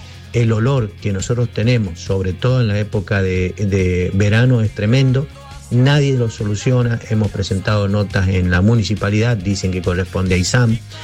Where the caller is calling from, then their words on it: San Martín, Argentina; soy de San Martín